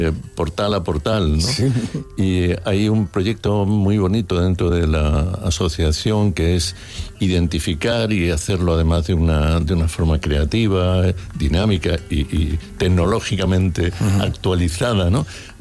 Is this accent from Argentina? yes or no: no; Jerez de la Frontera, Andalusia, Spain; yo me crié en la Asunción y fui vecino de muchos gitanos que venían de Santiago